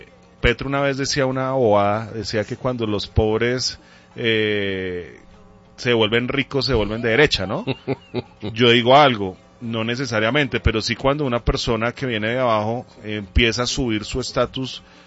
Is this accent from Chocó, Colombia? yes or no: no; Bogotá, Colombia; pero yo soy bogotano 100%, sureño.